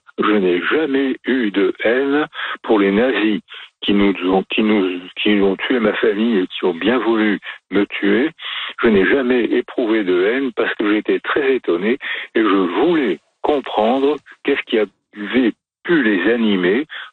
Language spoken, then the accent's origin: French; France; born there; moi je suis né en France, donc je parlais français sans accent, et je crois que mon père devait avoir gardé un accent polonais